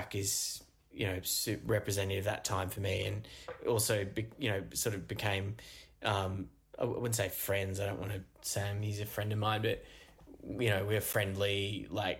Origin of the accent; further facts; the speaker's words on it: Australia; moved away; also born or lived in Copenhagen, Denmark; as an Australian